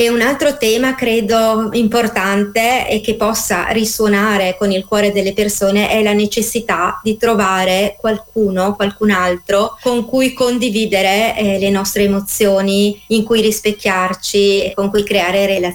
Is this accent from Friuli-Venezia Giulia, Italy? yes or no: no; Desenzano del Garda, Lombardy, Italy; Da Desenzano del Garda, in provincia di Brescia.